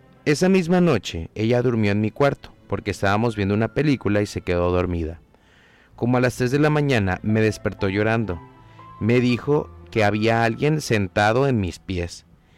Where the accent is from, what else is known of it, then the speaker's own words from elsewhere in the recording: Mexico; Porque somos muy mexicanos, y ni modo.